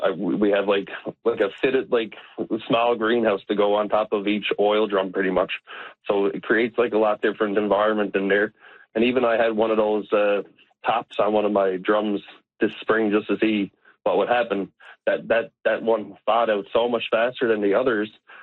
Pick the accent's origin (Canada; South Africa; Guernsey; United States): Canada; Witless Bay, Newfoundland and Labrador; I remember growing up, I'm from Witless Bay on the Southern Shore.